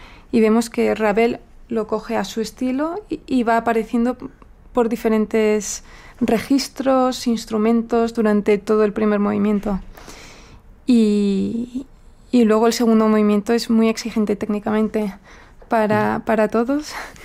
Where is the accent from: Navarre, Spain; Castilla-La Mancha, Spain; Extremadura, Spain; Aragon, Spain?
Navarre, Spain; Exacto, soy, sí, de Navarra.